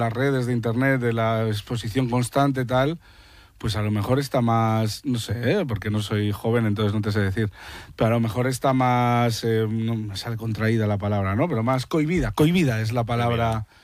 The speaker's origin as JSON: {"language": "Spanish", "region": "Galicia", "country": "Spain", "tie": "born or raised there", "said": "O sea, mi pueblo está en Galicia. Yo voy a Galicia y pido un huito"}